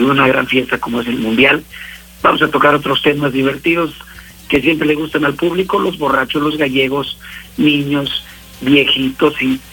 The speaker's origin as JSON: {"language": "Spanish", "country": "Mexico", "said": "cómo somos los mexicanos"}